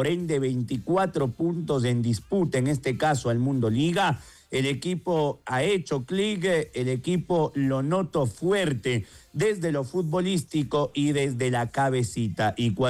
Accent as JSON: {"language": "Spanish", "town": "Quito", "region": "Pichincha", "country": "Ecuador", "said": "nosotros que somos de nuestra ciudad, somos quiteños"}